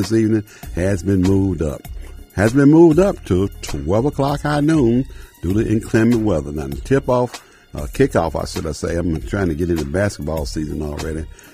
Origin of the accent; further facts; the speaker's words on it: Jackson, Mississippi, United States; now in Tennessee Valley, United States; my hometown, Jackson, Mississippi.